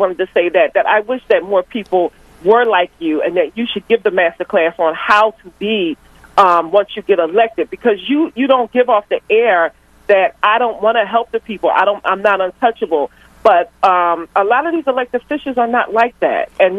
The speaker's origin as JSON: {"language": "English", "town": "Philadelphia", "region": "Pennsylvania", "country": "United States", "tie": "born or raised there", "said": "born and raised in Philly, grew up in Philly, and I have my relatives that live in different sections."}